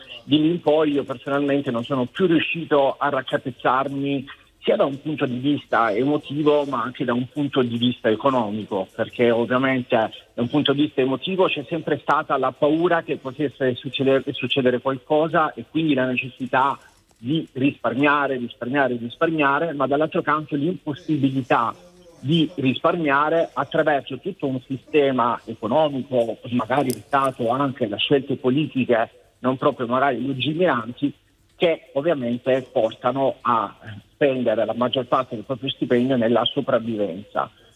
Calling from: Taranto, Apulia, Italy; Io chiamo da Taranto.

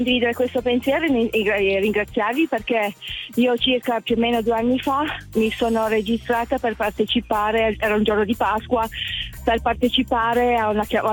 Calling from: Mondovì, Piedmont, Italy; Chiamo da Mondovì.

